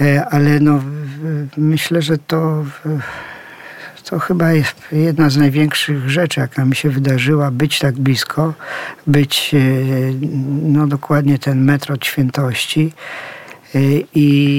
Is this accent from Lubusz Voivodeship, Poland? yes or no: no; Silesian Voivodeship, Poland; No ja pochodzę ze Śląska. Gdzieś Śląsk mnie wychował, kształtował, dał tożsamość, poczucie tożsamości.